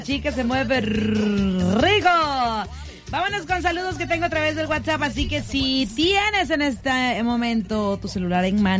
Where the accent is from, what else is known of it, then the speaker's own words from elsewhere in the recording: Mexico; todos somos mexicanos